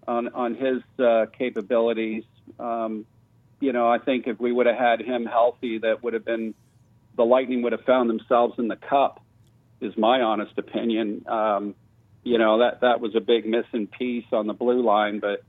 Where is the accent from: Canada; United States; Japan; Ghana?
Canada; Toronto, Ontario; moved away; you guys know I'm from Toronto